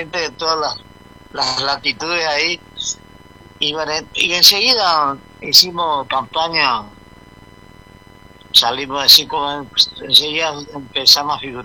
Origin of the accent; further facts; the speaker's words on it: Empedrado, Corrientes, Argentina; No, yo soy de Empedrado, ahí cerquita nomás